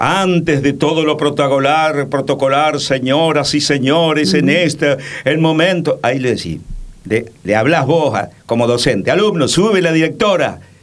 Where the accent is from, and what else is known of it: Argentina